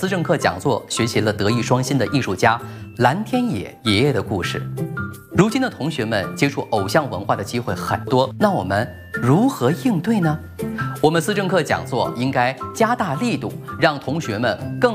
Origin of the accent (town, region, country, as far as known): China